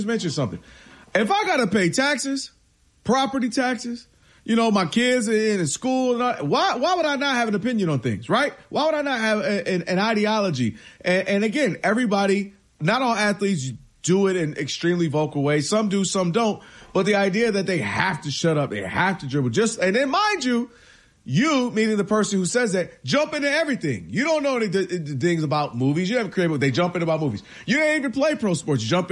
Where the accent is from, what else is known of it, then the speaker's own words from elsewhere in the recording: United States; I'm American. … American.